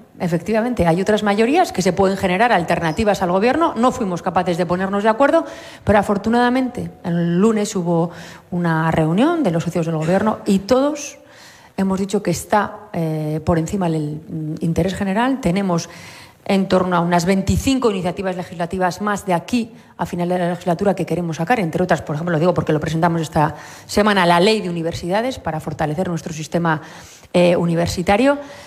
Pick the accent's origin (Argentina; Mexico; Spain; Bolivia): Spain; Navarre; los navarros somos plurales, diversos